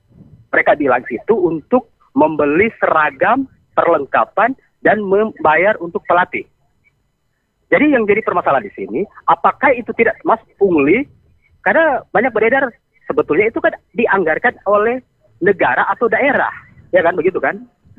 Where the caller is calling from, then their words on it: Ranoyapo District, Motoling, North Sulawesi, Indonesia; saya, Kecamatan Ranu Yapu Motoling.